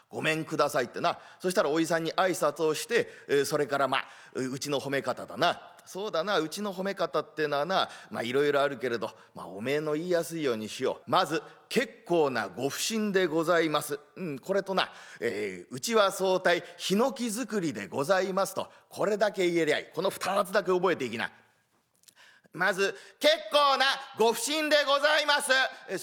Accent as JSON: {"language": "Japanese", "town": "Betsukai", "region": "Hokkaido", "country": "Japan", "tie": "born or raised there", "moved": "yes", "said": "実は私、生まれましたところが北海道なんですね。北海道の別海という町で生まれました。別れる海の町と書くんですが、これが人口がだいたい今、1万人ちょっとの町なんですね。で、主な産業が酪農業、いわゆる牛の乳搾り。"}